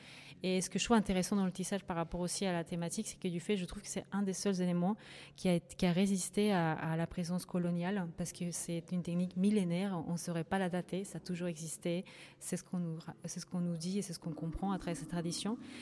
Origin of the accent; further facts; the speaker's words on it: Bolivia; now in Paris, France; plutôt bien sûr de mon pays d'origine, Bolivie, mais à la fois avec un regard du fait que je vis aussi à Paris.